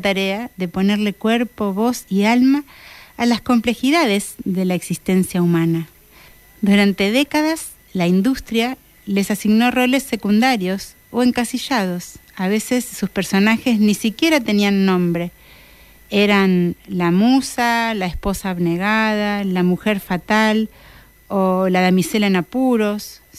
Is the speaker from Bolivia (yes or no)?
no; Patagonia, Argentina; soy cantora de la Patagonia.